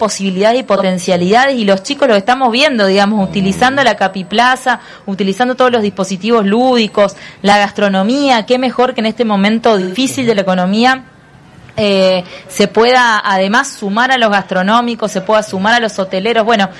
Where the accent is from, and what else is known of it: Santa Fe, Argentina